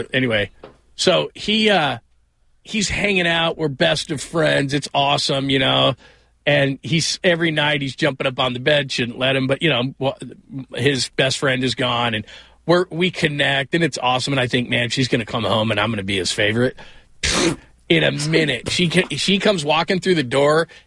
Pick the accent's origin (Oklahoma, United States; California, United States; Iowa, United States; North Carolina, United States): California, United States; born or raised there